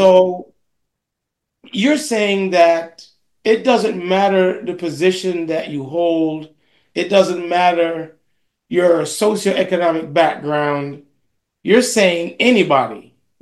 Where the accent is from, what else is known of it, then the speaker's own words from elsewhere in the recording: Jamaica; and I'm from Jamaica, so I'm from one can argue a predominantly African country by descendants, if you will.